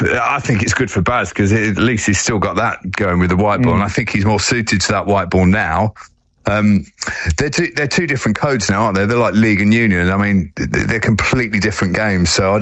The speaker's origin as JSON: {"language": "English", "region": "England", "country": "United Kingdom", "said": "As English, we're brilliant at doing that."}